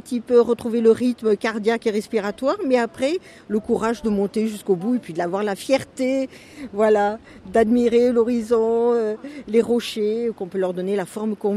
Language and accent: French; Le Mans, Pays de la Loire, France; born there; now in Draguignan, France; quand j'étais enfant, j'habitais au Mans